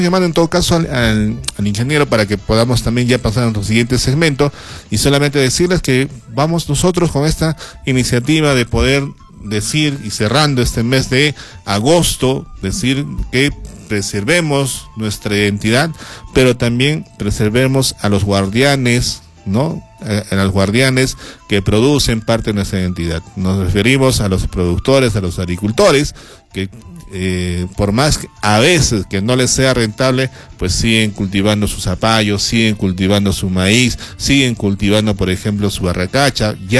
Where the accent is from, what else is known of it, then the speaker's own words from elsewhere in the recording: Arequipa, Peru; nosotros, como arequipeños, que nos sentimos como tal